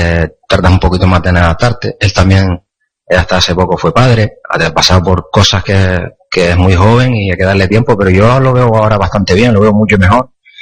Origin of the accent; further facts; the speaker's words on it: Canary Islands, Spain; por esta afición y porque es el equipo de mi tierra.